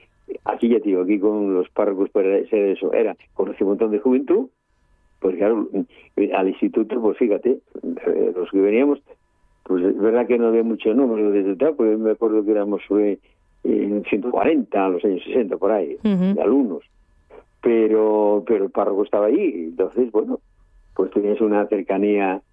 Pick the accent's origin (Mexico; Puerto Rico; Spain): Spain; Castropol, Asturias; yo soy del concejo de Castropol, pero vinimos a Tapia en bicicleta, lloviendo y nevando y como fuera